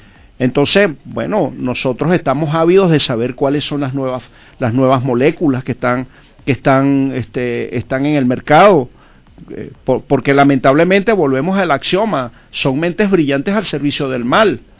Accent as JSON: {"language": "Spanish", "country": "Venezuela", "said": "Nosotros los venezolanos somos abiertos, somos hospitalarios"}